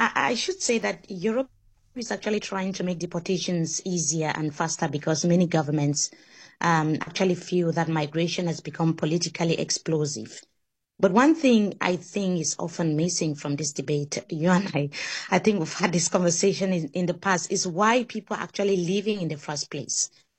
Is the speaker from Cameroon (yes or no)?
yes; Cameroon; Take Cameroon's Anglophone crisis, for instance. I come from Cameroon.